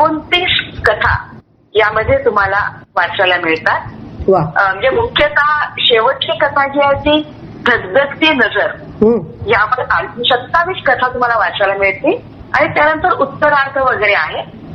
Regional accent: Nagpur, Maharashtra, India; मी मुळात नागपूरची, बाहेर नागपूरचं, माझं शिक्षण नागपूरच्या सोमलवार शाळेत झालं

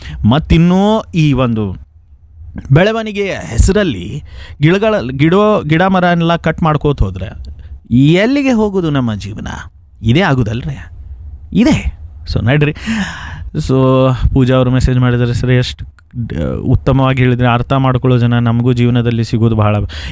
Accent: Belagavi, Karnataka, India; ನಮ್ಮ ಬೆಳಗಾವಿ ಕುಂದಾನಗರಿ ಬೆಳಗಾವಿ, ಮಹಾಬಲೇಶ್ವರ ಚಿಕ್ಕ ಮಹಾಬಲೇಶ್ವರ ಅಂತ ಹೇಳ್ತಿದ್ರು ಬಾಲ್ಯದಲ್ಲಿ.

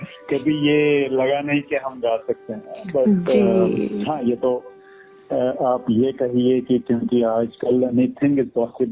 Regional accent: Jammu and Kashmir, India; मेरा जन्म कश्मीर में हुआ, मैं कश्मीर से बिलोंग करता हूँ।

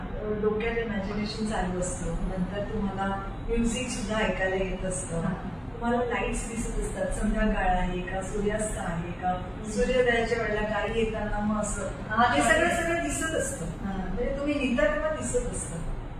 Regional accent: Wardha, Maharashtra, India; also born or lived in Nagpur / Amravati; मी जन्म नागपूरचा, मग नंतर वर्धेला काही वर्ष माझं शिक्षण झालं, मग तिथनं अमरावतीला आलो.

